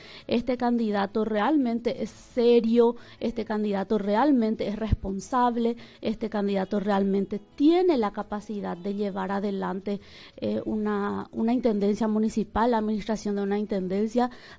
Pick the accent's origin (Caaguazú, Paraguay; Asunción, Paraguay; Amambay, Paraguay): Amambay, Paraguay; Pedro Juan Caballero; soy hija de Pedro Juan Caballero, nacida, criada y formada acá en Pedro Juan Caballero.